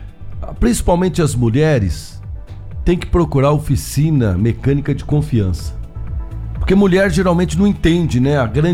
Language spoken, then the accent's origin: Portuguese; Rolândia, Paraná, Brazil; Sou aqui de Rolândia … sou amigo do Ratolino.